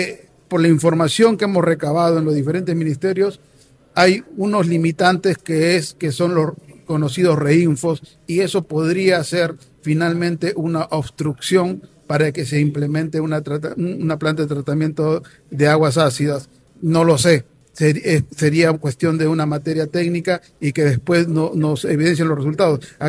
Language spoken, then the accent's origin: Spanish; Moche, La Libertad, Peru; porque en Moche también somos un pueblo religioso